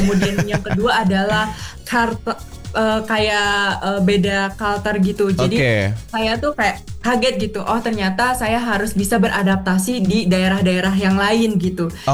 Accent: Sumedang, West Java, Indonesia; moved away as an adult; now in Gresik, Indonesia; Dari Jawa Barat, dari Sumedang.

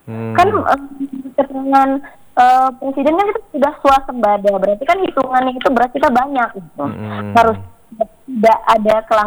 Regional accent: Aceh, Indonesia

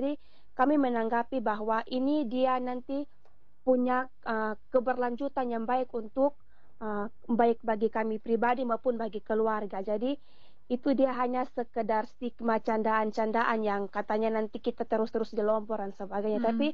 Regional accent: East Nusa Tenggara, Indonesia; di desa kami, Desa Kesetanan

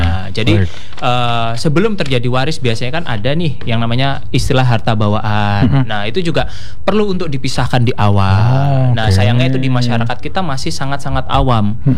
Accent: Java, Indonesia; saya kan kebetulan Jawa nih

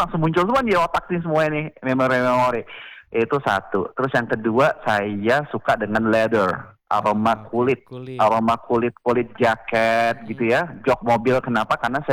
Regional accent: Kupang, East Nusa Tenggara, Indonesia; Iya, karena saya lahir di Kupang. Dan setiap hari di masa kecil itu saya sangat dekat dengan aroma-aroma kayu cendana.

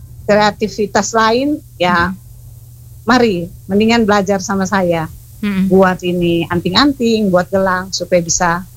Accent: Manggarai, East Nusa Tenggara, Indonesia; kita adalah orang Manggarai yang punya identitas

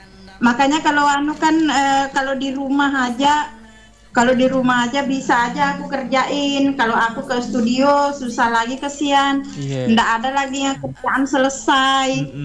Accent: Sidrap, South Sulawesi, Indonesia; moved away as an adult; now in Samarinda, Indonesia; aku aja merantau ke sini nih, enggak banyak aku tahu daerahku. Tahunya cuma daerah Sidrap itu aja.

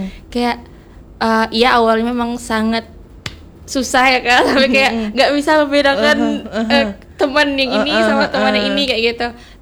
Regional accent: Pontianak, West Kalimantan, Indonesia; kalau kita itu orang Pontianak lah, kayak uh-huh. bisa kalau saya kan hidupnya lama di sini ya kak.

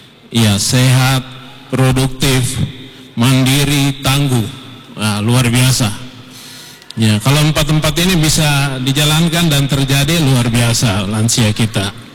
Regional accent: Merauke, South Papua, Indonesia; kita semua sebagai orang Merauke

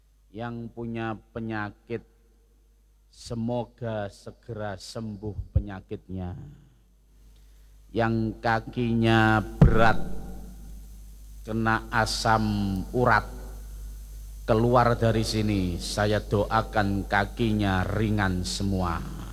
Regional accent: Sidoarjo, East Java, Indonesia; accent: East Javanese (Jawa Timuran); Yang paling parah tempat saya Sidoarjo Surabaya

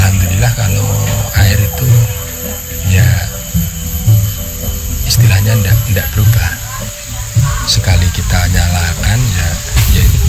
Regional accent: Blora, Central Java, Indonesia; Ya dari Jawa sana sendiri, dari kampung. Aku kan Jawa Tengah, Blora. Blora.

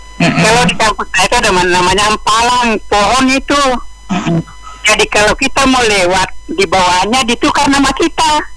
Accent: Soppeng, South Sulawesi, Indonesia; born there; moved away; kalau saya di kampus saya di Sopeng, tempat kelahiran saya

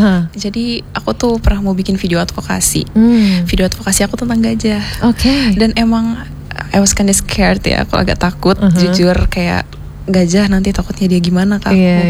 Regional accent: Lampung, Indonesia; born there; also born or lived in Iraq; Aku pindah ke sini waktu sekitar kelas 2 atau 3 SD.

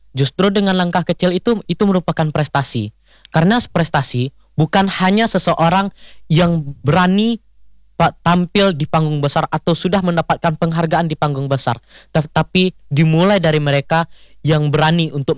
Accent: West Sumatra, Indonesia; Oke kak, yang kita kan dari Sumatera Barat dulu nih kak.

